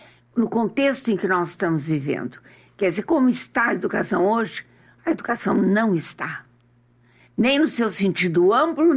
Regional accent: Pelotas, Rio Grande do Sul, Brazil; moved away; eu estava morando no Rio Grande do Sul, eu sou de Pelotas

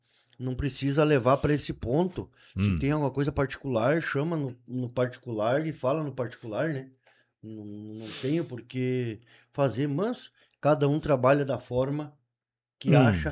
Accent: Santa Bárbara do Sul, Rio Grande do Sul, Brazil; eu sou da comunidade de Santa Bárbara do Sul

